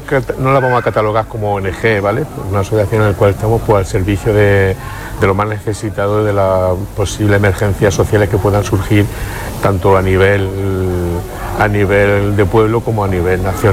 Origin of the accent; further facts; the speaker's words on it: La Guardia de Jaén, Andalusia, Spain; yo soy de La Guardia, vivo en Entrecamino